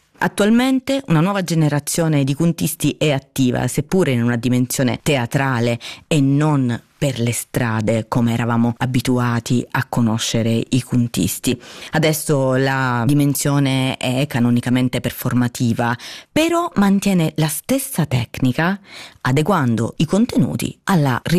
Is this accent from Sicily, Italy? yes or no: yes; Paternò, Sicily, Italy; born there; sono nata a Paternò in provincia di Catania